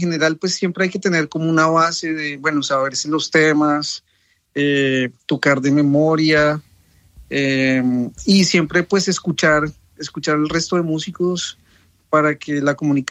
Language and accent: Spanish; Colombia; now in New York, United States; el hecho de venir de Colombia, que es un país muy rico en distintas tradiciones musicales, tenemos una diversidad increíble en las regiones